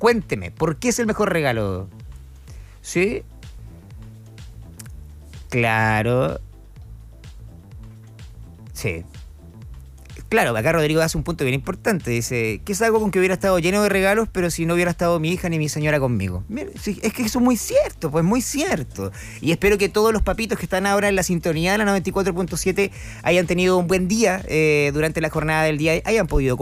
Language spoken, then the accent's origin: Spanish; Chile; Nosotros, como chilenos